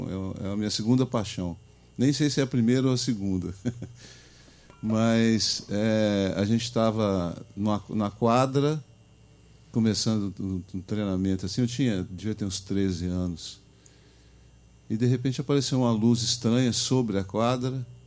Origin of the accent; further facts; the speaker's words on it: Varginha, Minas Gerais, Brazil; born there; moved away; um pai nordestino, uma mãe carioca, e eu fui nascer em Varginha, no sul de Minas.